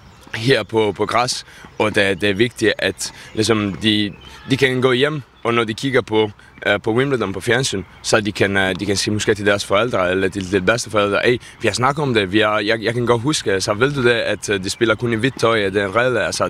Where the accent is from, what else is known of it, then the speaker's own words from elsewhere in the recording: Italy; Danish is a second language; som I kan høre, jeg er ikke fra Danmark, jeg kom fra Italien.